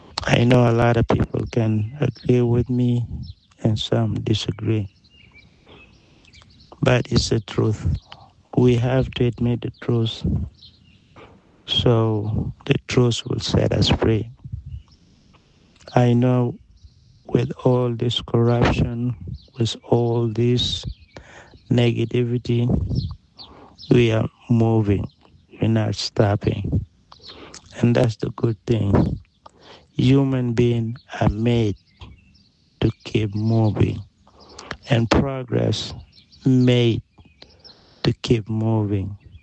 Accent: Wau, Western Bahr el Ghazal, South Sudan; I grew up in Wau.

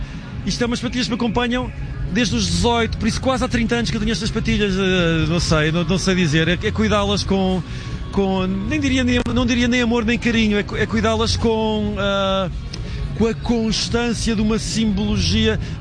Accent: Beira, Portugal; moved away; sendo uma pessoa assumidamente beirã de uma cidade pequena do interior

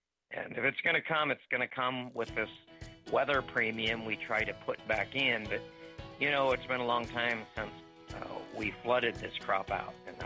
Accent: Iowa, United States

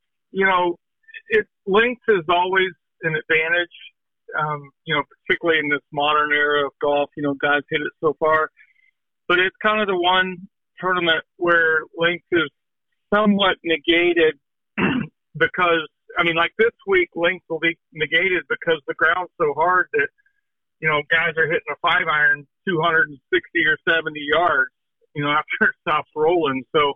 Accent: Dallas, Texas, United States; now in Oklahoma, United States; growing up in Dallas and then living in Oklahoma most of my life

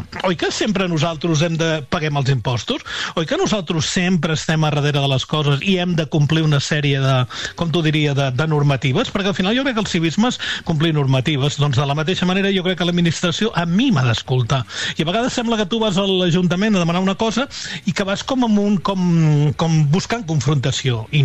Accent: L'Ametlla del Vallès, Catalonia, Spain; la que baixa cap a Vigues i cap al meu poble, a l'Ametlla

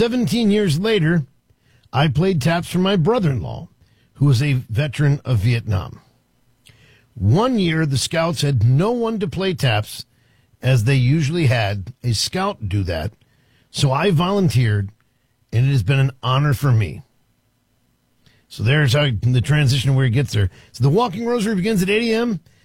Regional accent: East Coast, United States; Now, I grew up on the East Coast, but we had this change, but it didn't impact us as directly.

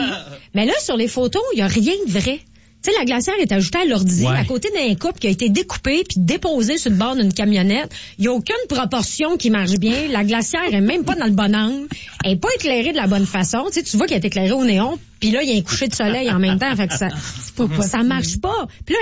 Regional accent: Montreal, Quebec, Canada; c'est que souvent, quand je dis que je viens de Montréal, les gens me disent qu'ils détestent Montréal.

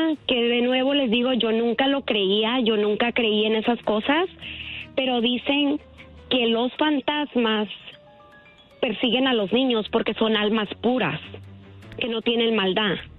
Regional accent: Mexico; moved away; yo soy de México

